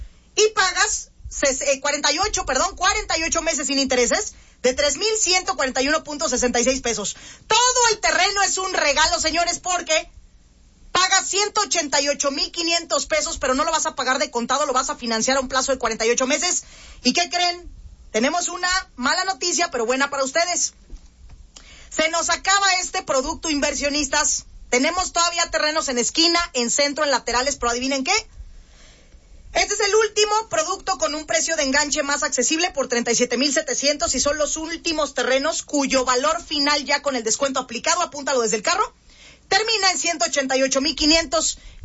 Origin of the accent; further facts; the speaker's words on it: Mexico; en mi país es un país futbolero.